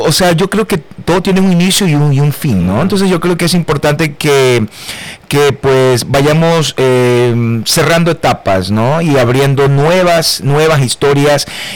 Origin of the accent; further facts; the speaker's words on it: El Carmen, Manabí, Ecuador; Soy exactamente del Carmen Manabí, la puerta de oro